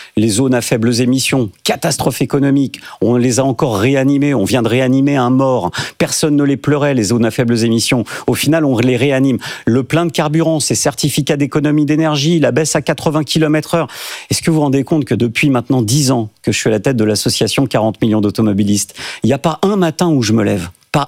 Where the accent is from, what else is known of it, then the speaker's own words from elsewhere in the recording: France; je suis français, je suis comme tout le monde